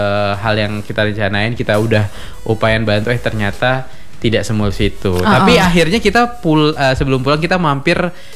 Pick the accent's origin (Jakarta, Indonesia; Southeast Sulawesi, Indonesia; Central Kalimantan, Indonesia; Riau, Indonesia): Central Kalimantan, Indonesia; Palangkaraya; Kita sebagai warga Palangkaraya tidak tahu habit.